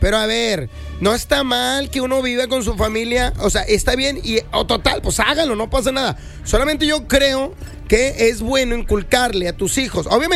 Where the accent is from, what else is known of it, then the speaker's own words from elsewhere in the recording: Mexico; Sí se me nota la cara, güey, de que soy bien mexicano.